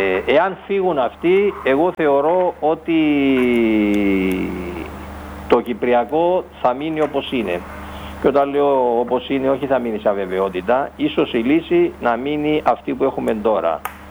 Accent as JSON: {"language": "Greek", "town": "Kythrea", "region": "Nicosia District", "country": "Cyprus", "moved": "yes", "said": "Εγώ είμαι από την Κυθρέα, ένα χωριό το οποίο είναι 8 χιλιόμετρα από τη Λευκοσία, στον Πενταδάχτυλο, εκεί που είναι η περιβόητη τουρκική σημαία πάνω."}